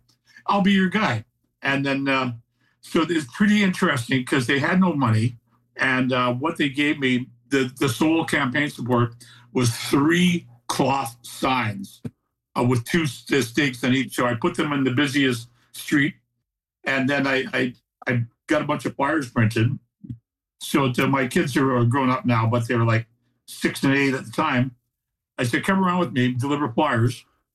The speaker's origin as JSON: {"language": "English", "town": "Burnaby", "region": "British Columbia", "country": "Canada", "tie": "born or raised there", "said": "My hometown of Burnaby is the most diverse city in Canada. There's 103 different languages spoken here."}